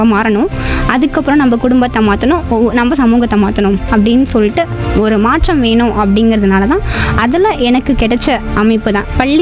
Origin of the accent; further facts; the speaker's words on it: Salem, Tamil Nadu, India; நான் வந்து சேலம் தான் பிறந்து வளர்ந்து இப்போ இருக்கிறது எல்லாமே சேலம்.